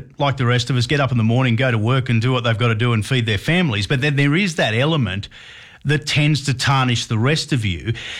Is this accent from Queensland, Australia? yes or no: no; Sydney, New South Wales, Australia; I grew up in Western Sydney, not far from where you grew up.